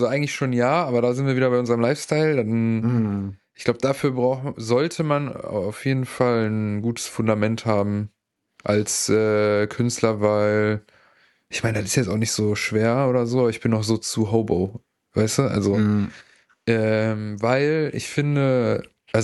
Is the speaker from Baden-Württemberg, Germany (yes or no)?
no; North Rhine-Westphalia, Germany; now in Cologne, Germany; Nee, ich komme aus dem Rheinland, sage ich jetzt mal.